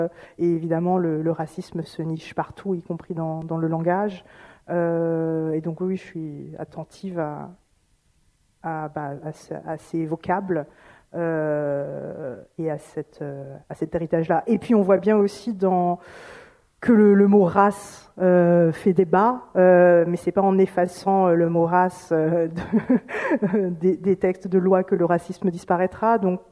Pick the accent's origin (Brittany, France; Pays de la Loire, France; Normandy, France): Brittany, France; Ah, mais comment ça se fait que tu parles français? D'où viens-tu? De Bretagne. Non, mais d'où viens-tu vraiment?